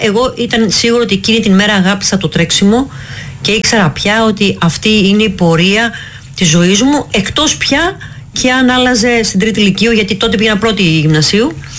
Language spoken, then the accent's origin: Greek; Patras, Western Greece, Greece; έμενα στη Ταραμπούρα και πήγα μόνη μου, παιδάκι, στο εθνικό στάδιο της Πάτρας